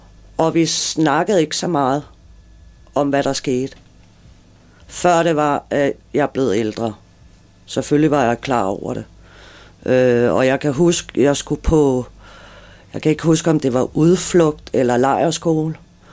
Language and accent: Danish; Copenhagen, Capital Region of Denmark, Denmark; Jeg er Amager-pige.